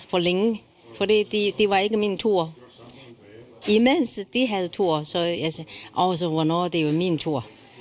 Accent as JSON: {"language": "Danish", "country": "China", "moved": "yes", "lives_now": "Odense, Denmark", "said": "Jeg kommer fra Kina."}